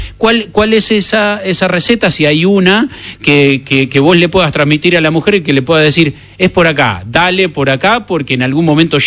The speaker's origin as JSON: {"language": "Spanish", "country": "Argentina"}